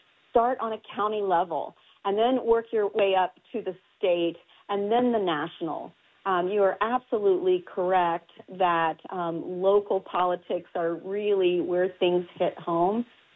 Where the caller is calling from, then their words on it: Indiana, United States; I'm calling from Indiana.